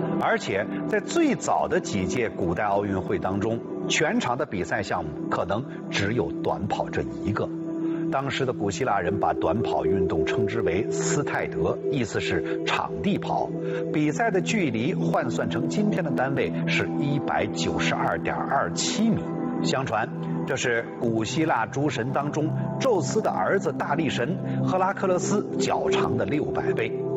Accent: China

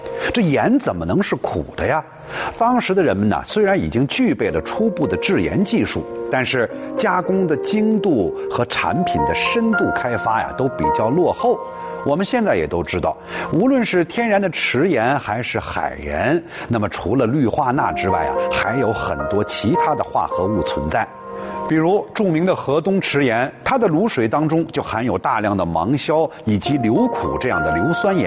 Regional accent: China; 我们中国人

